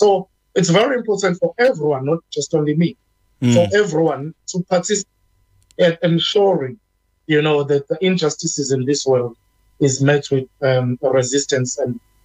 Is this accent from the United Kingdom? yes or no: no; South Africa; we as South African, we are the descendants and survivors of the people that survived apartheid and prior to 1994.